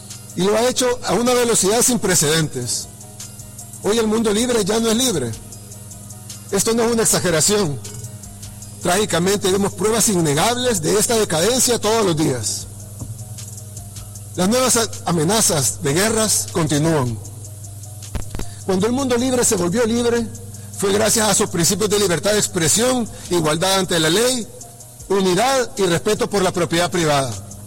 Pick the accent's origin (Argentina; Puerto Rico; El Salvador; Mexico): El Salvador